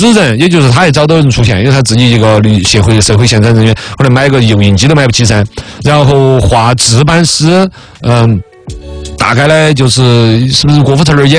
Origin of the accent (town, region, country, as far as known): Sichuan, China